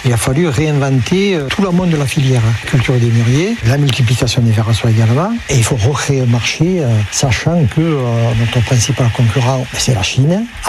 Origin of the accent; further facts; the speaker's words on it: Saint-Hippolyte-du-Fort, Occitanie, France; Moi, je suis d'ici, je suis né à Saint-Hippolyte.